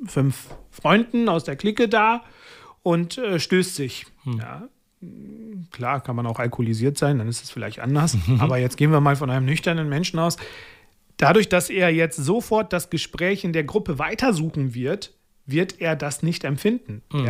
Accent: Pakistan; German is a second language; now in Germany; Mal jetzt zum Beispiel aus meinem Heimatland in Pakistan zum Beispiel

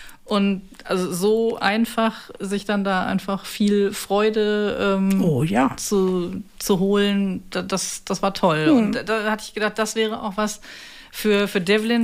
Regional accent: Herten, North Rhine-Westphalia, Germany; now in Bremen, Germany; Aber am 7. November zum Beispiel bin ich in Herten-Westerhold in meiner Heimat beim Markt der schönen Dinge.

